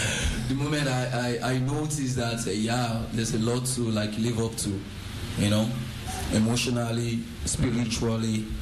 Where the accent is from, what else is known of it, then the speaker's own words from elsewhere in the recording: Lagos, Nigeria; moved away as an adult; now in Netherlands; I'm from Nigeria, Lagos. I've been in the Netherlands for 4 years now